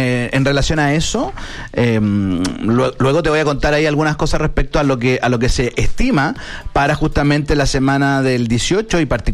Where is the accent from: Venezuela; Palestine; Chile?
Chile; nosotros como chilenos